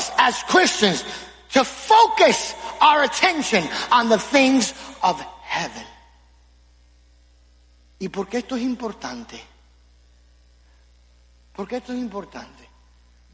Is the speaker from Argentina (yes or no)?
no; Puerto Rico; now in Dallas, United States; Hermano, yo soy puertorriqueño